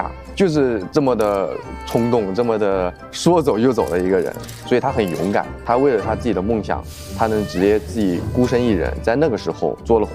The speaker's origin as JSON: {"language": "Chinese", "region": "Hainan", "country": "China", "said": "我本身是海南人。"}